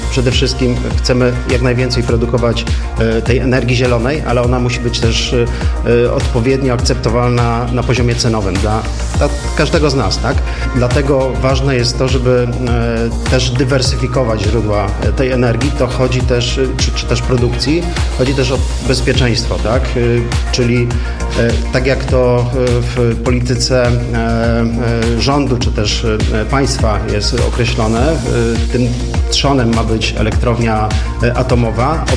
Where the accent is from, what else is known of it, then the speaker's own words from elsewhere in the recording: Greater Poland Voivodeship, Poland; jako Wielkopolanin